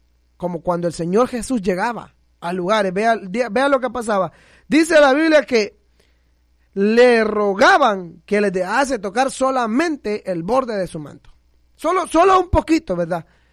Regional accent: El Salvador; nosotros como salvadoreños

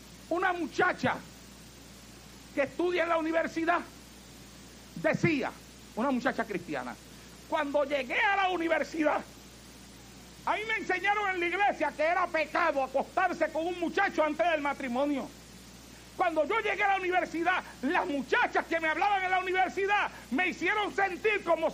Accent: Santa Isabel, Puerto Rico; yo dormía en la plaza pública de mi pueblo, en el pueblo de Santa Isabel, en Puerto Rico.

